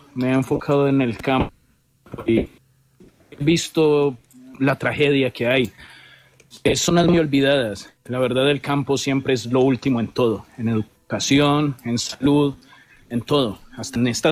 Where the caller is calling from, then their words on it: Quindío, Colombia; un saludo desde el Quindío